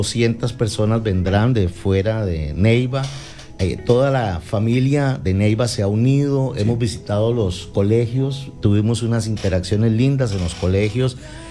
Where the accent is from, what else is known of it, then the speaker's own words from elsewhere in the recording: Costa Rica; Miren, ¿por qué estamos acá? Somos de Costa Rica, van a venir pastores de diferentes países de Latinoamérica